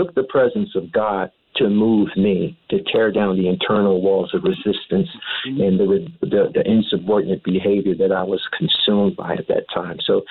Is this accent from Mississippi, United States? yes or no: no; Rhode Island, United States; because I'm primarily from Rhode Island